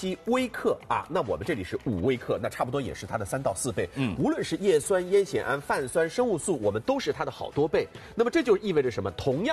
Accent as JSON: {"language": "Chinese", "country": "China", "said": "所以我们中国人的烹饪习惯"}